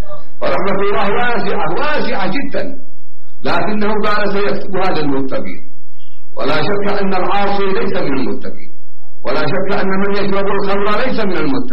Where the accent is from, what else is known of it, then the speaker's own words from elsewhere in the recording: Yemen; عندنا في اليمن